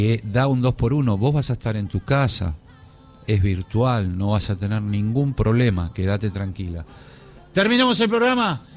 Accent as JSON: {"language": "Spanish", "country": "Argentina"}